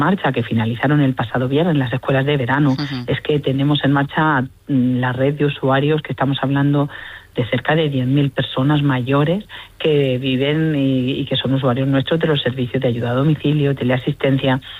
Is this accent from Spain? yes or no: yes; Murcia, Region of Murcia, Spain; las personas que vivimos en Murcia, que somos murcianos...